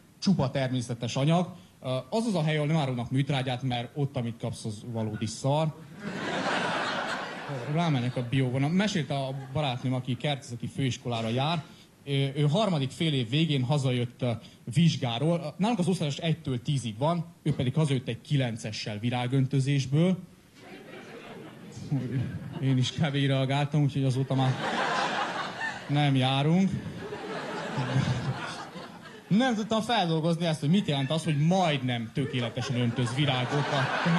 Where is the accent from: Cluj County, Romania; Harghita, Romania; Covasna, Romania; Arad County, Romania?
Cluj County, Romania; Cluj-Napoca; én külföldi vagyok, én Kolozsvárról jövök